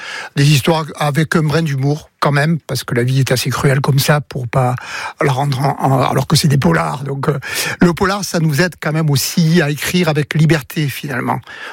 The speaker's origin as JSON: {"language": "French", "town": "Marseille", "region": "Provence-Alpes-Côte d'Azur", "country": "France", "tie": "born or raised there", "said": "je suis issu des quartiers nord de Marseille."}